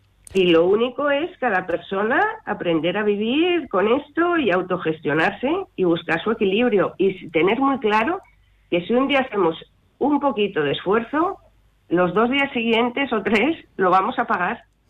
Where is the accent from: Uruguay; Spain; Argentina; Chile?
Spain; Madrid, Community of Madrid; moved away as an adult; now in Azuqueca de Henares, Spain; Yo soy madrileña. Estuve de voluntaria en la Asociación de Madrid. Luego, al mudarme aquí, estoy con nuestra asociación de Azuqueca.